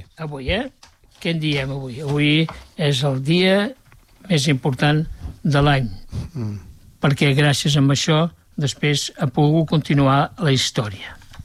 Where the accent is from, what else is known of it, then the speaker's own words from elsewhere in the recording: Bonastre, Catalonia, Spain; a Bonastre, al meu poble